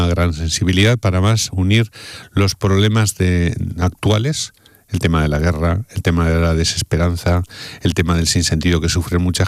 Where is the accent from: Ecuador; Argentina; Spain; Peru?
Spain; Aragon; moved away; en mi pueblo, de la montaña del Pirineo.